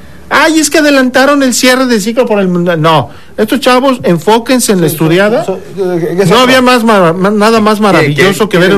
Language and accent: Spanish; Mexico; Bueno, soy mexicano